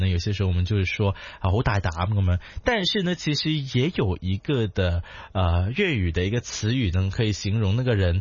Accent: Guangdong, China; 我们广东人呢就发挥想象力哈

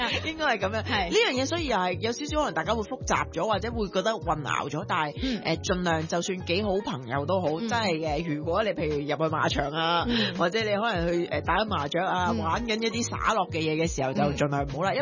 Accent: Hong Kong; 我哋香港人

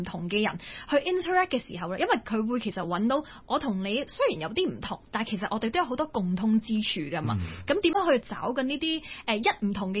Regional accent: Hong Kong

